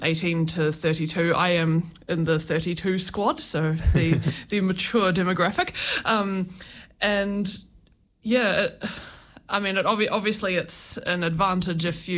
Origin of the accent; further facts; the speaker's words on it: New Zealand; moved away as an adult; now in London, United Kingdom; This is my first time back in New Zealand in 3 years.